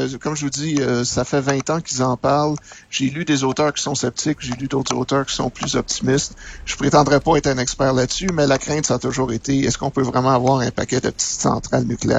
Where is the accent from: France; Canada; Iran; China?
Canada; Quebec; Il y a toujours le mythe d'Hydro-Québec, ça nous définit en tant que Québécois.